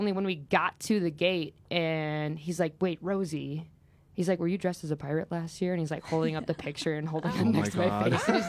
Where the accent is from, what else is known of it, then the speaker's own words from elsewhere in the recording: Wisconsin, United States; now in New York City, United States; I'm originally from Wisconsin. I live in New York City, but I just happened to be in Melbourne, Australia.